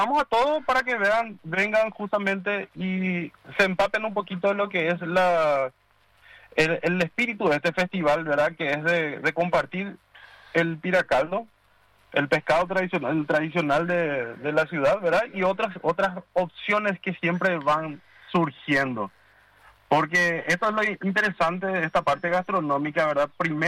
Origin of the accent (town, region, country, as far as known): San Antonio, Central, Paraguay